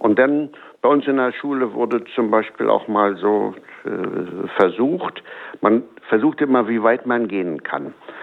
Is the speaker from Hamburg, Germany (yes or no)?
no; Herzfelde, Brandenburg, Germany; Also wir hatten bei uns in Herzfelde, wir hatten einen ganz guten Priester, der hat mich immer erinnert an den Pfarrer von Ars, ganz arm, ganz demütig, ganz fromm. Und wir hatten Jugendstunde.